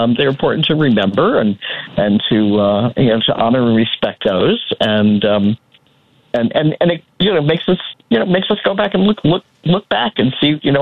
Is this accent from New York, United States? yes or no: yes; Troy, New York, United States; I grew up in Troy.